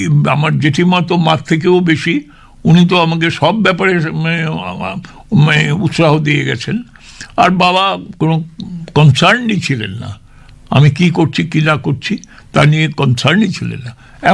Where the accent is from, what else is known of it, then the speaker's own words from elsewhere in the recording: Bikrampur, Dhaka Division, Bangladesh; also born or lived in Kolkata, India; কিন্তু আমার শৈশব কেটেছিল পূর্ব বাংলার ঢাকা জেলার বিক্রমপুরে।